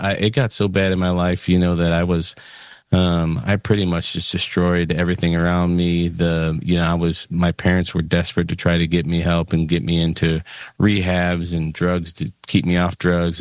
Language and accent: English; Illinois, United States; No, you know, I grew up in the Chicago suburbs